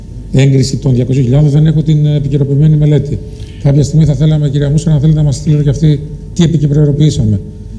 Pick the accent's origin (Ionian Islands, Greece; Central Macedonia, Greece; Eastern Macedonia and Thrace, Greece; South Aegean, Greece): Ionian Islands, Greece; Gaitani; το Γαϊτάνι που τυχαίνει εκείνη και το χωριό μου, το ιστορικό Γαϊτάνι